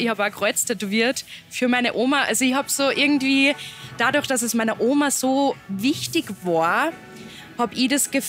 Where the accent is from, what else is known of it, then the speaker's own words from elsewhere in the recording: Upper Austria, Austria; wir kommen beide aus Oberösterreich.